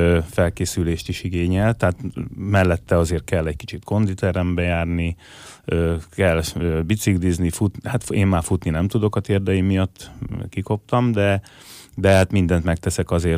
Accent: Paks, Tolna, Hungary; born there; also born or lived in Pusztaencse; now in Telki, Hungary; Én csak Pakson születtem.

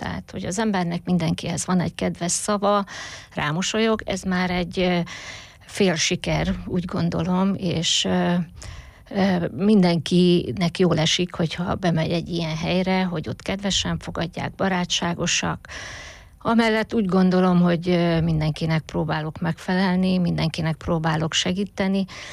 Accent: Biritó, Tolna, Hungary; Én Biriton nőttem fel a Paksi Állami Gazdaságba, ami egy nagy család volt akkor.

